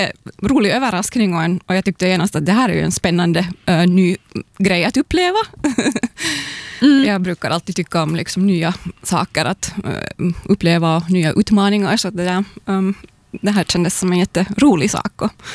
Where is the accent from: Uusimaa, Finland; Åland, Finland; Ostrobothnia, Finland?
Uusimaa, Finland; Kauniainen; jag växte upp i Grankulla